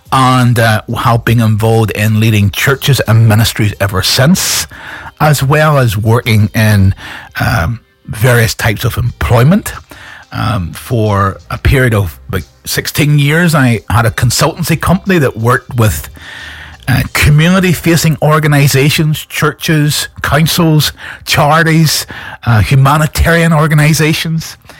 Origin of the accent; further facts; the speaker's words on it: Northern Ireland, United Kingdom; I am from Northern Ireland